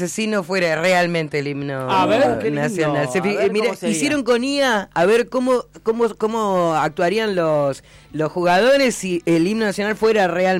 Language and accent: Spanish; Argentina; los argentinos nos ponemos tristes un poquito